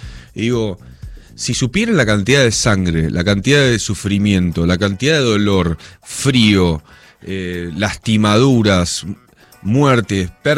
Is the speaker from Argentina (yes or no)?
yes; Argentina; nosotros como argentinos